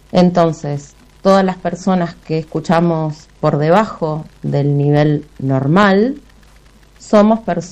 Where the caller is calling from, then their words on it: San Martín de los Andes, Neuquén, Argentina; vivo en San Martín de los Andes